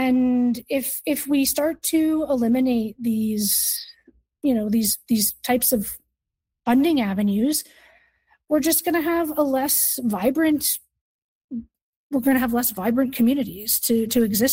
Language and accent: English; Regina, Saskatchewan, Canada; I mean, I'm from Regina, and I know, you know, there's a lot of exciting things that are happening in Saskatoon right now.